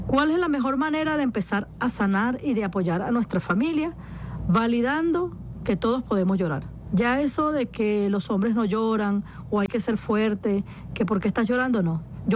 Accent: Venezuela; nos hace recordar quiénes somos como venezolanos.

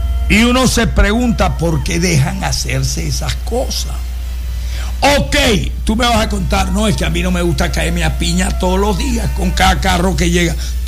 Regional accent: Venezuela

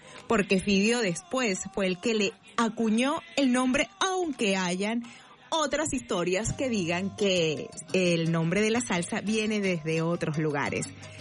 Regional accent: Venezuela; todo lo que somos los latinoamericanos y en especial los venezolanos

